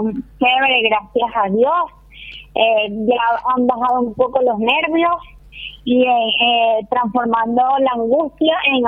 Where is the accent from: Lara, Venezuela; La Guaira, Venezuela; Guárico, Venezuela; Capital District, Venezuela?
Lara, Venezuela; Barquisimeto; now in Paraguay; yo no soy de Caracas, soy de una ciudad del interior que es como decir Ciudad del Este, Asunción. Mi ciudad se llama Barquisimeto y estamos a 5 horas de Caracas